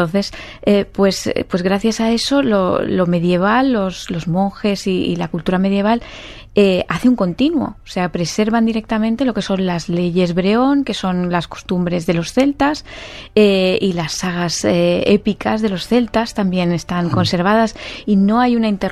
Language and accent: Spanish; Madrid, Community of Madrid, Spain; he hecho bastante de siglo XIX en Madrid, porque soy madrileña